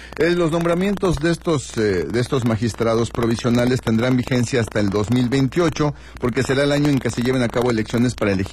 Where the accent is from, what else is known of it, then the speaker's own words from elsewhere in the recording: Mexico; de cerrar filas como mexicanos, ¿no?